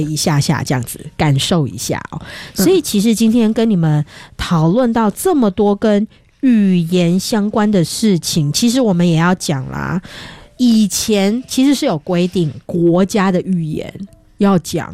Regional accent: Taiwan; first language Taiwanese Hokkien; Chinese is a second language; 我平常的母语就是台语，我马上就要换中文

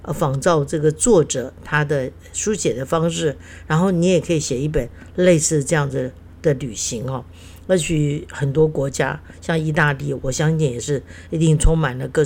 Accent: Keelung, Taiwan; 因为我小时候住在基隆嘛

